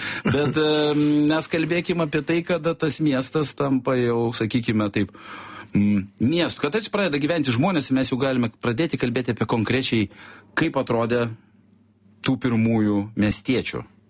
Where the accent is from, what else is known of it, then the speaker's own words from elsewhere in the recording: Vilnius, Vilnius County, Lithuania; aš iš Jeruzalės mikrorajono